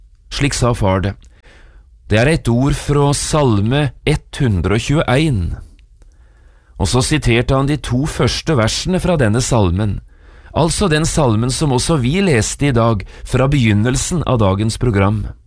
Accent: Notodden, Vestfold og Telemark, Norway; i mitt eget barndomshjem, hjemme på Notodden.

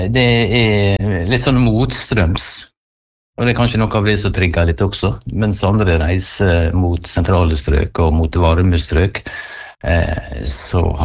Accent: Southern Norway, Norway; moved away; Og jeg er jo i kategorien søring

